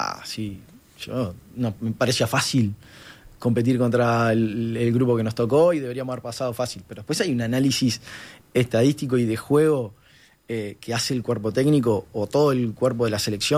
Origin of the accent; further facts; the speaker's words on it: Uruguay; como uruguayos no podemos perder eso